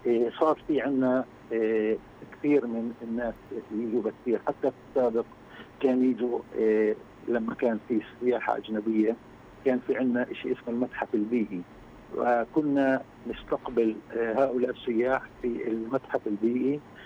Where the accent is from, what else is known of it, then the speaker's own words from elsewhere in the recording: Palestine; إحنا كفلسطينيين